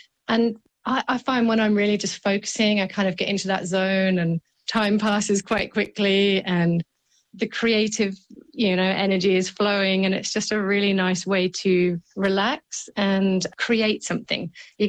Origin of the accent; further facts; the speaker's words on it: England, United Kingdom; moved away; growing up in England